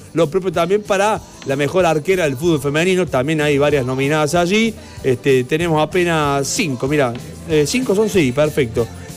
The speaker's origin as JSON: {"language": "Spanish", "country": "Argentina", "said": "a nosotros como argentinos"}